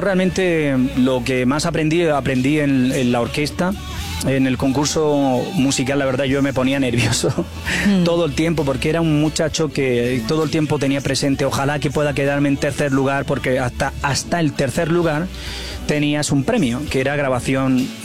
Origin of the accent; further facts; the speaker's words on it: southern Spain, Spain; con su sonido de mi tierra, sí, del sur de España.